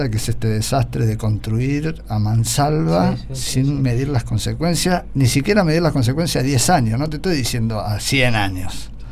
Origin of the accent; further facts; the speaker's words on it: Córdoba, Argentina; now in General Rodríguez, Argentina; Yo soy cordobés y fui hace poco.